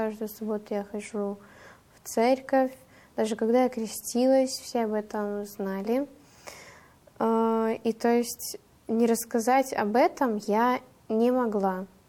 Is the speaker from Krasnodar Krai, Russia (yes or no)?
yes; Gelendzhik, Krasnodar Krai, Russia; Одна или песня … — это Геленджик, мой родной город.